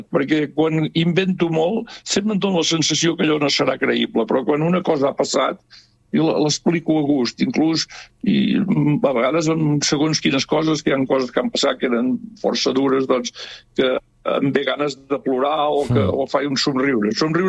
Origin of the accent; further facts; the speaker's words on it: Sant Joan de les Abadeses, Catalonia, Spain; Vaig néixer a la Roca, soc fill de Sant Joan de les Abadeses, tu ja ho saps, però pels que no ho sàpiguen, soc fill de Sant Joan de les Abadeses. I des de la Roca, que és una casa de pagès que està entre Sant Joan i el Ripoll